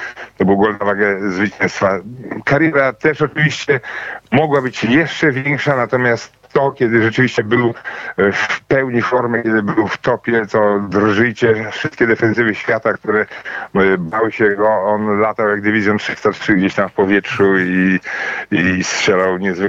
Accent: Stalowa Wola, Subcarpathian Voivodeship, Poland; Ja pochodzę ze Stalowej Woli

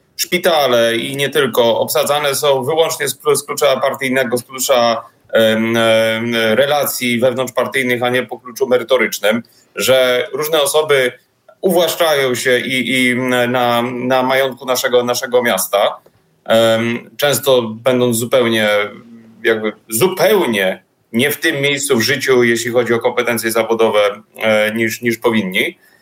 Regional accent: Warsaw, Masovian Voivodeship, Poland; born there; ja jestem urodzonym warszawiakiem

